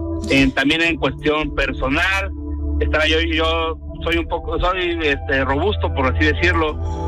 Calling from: Nezahualcóyotl, State of Mexico, Mexico; De Ciudad Neza.

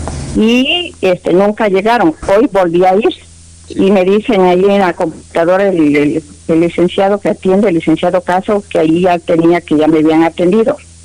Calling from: Arriaga, Chiapas, Mexico; Y hablo de Arriaga

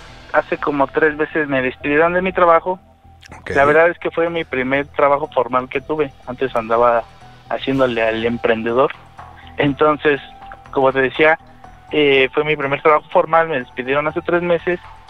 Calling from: Mexico City, Mexico; De Tlatelolco, Ciudad de México.

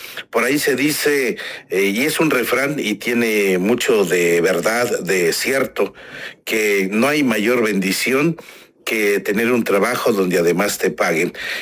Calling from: Comitán, Chiapas, Mexico; accent: Comiteco; desde la región Meseta, Comiteca, Tojolabal.

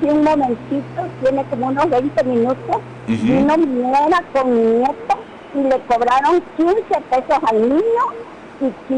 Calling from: Jiquipilas, Chiapas, Mexico; Mire, es cierto, soy de Jiquipila.

